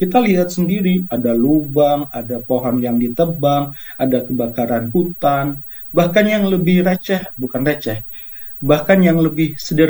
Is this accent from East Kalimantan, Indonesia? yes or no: yes; East Kalimantan, Indonesia; saya juga putra Kalimantan, saya lahir di Berau, tumbuh sampai remaja di Kabupaten Berau.